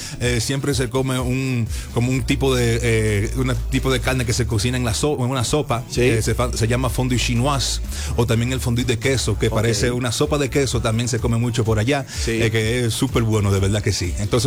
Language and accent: Spanish; Switzerland; En Suiza. Yo nací y me crié en Suiza y resido en Suiza todavía.